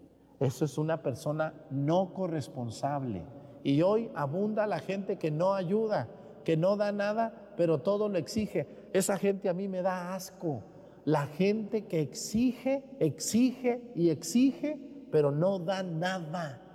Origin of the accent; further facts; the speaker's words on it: Mexticacán, Jalisco, Mexico; born there; moved away; allá en mi pueblo, en Mesticacán